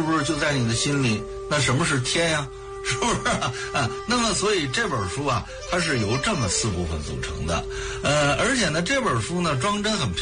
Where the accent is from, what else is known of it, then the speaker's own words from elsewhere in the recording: Beijing, China; 因为我是一个老北京人，我打小呢在南池子长大的